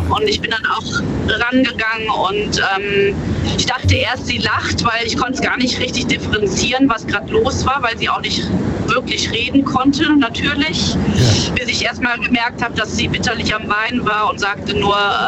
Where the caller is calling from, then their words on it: Hennef, North Rhine-Westphalia, Germany; Hennef. Ich komme aus Hennef.